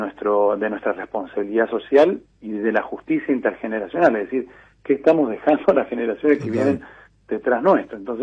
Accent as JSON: {"language": "Spanish", "country": "Argentina"}